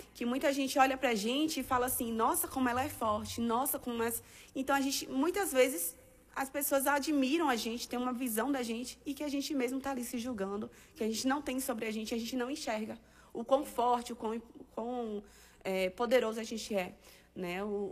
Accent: Northeast Region, Brazil; eu sou do Nordeste, eu sou do forró.

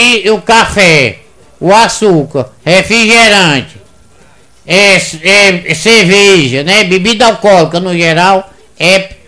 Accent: São Gonçalo do Piauí, Piauí, Brazil; Eu sou de São Gonçalo, do Piauí

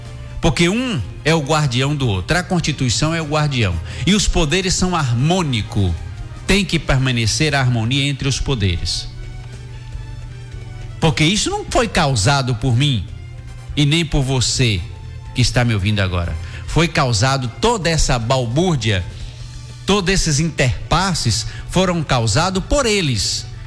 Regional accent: Brazil; nós somos brasileiros, que nós somos nato filho dessa terra

